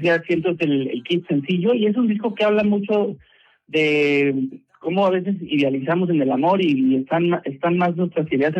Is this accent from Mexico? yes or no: yes; Mexico City, Mexico; Soy originario de la Ciudad de México, 35 años, Tauro